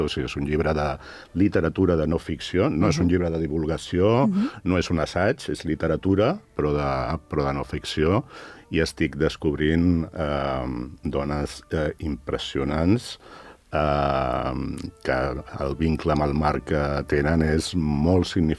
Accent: Mataró, Catalonia, Spain; born there; jo vaig néixer vora mar, a Mataró, que era un mar molt particular, perquè era un mar ple de residus de la indústria tèxtil de Mataró

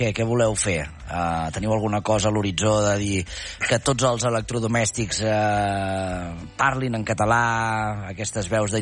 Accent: Catalonia, Spain; jo, de veritat, que soc català

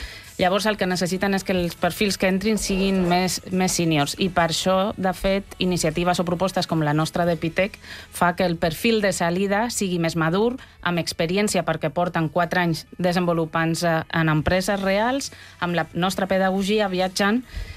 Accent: Madrid, Community of Madrid, Spain; Catalan is a second language; moved away; Soc de Madrid

